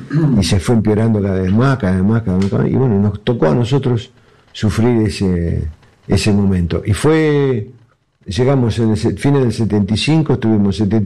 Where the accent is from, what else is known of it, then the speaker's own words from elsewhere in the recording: Argentina; Porque yo soy muy argentino, ese es el problema, ¿viste?